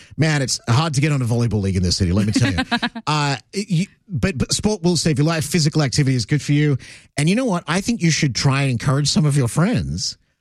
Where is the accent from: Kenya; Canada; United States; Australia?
Australia; I grew up in Australia.